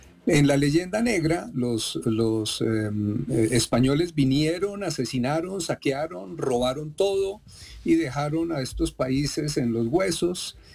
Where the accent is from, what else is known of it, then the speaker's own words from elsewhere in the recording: Bogotá, Colombia; Yo soy Rolo Chapineruno Ala, pero además soy colombiano y soy colombiano y pertenezco y me miran como colombiano aquí y como Rolo Chapineruno.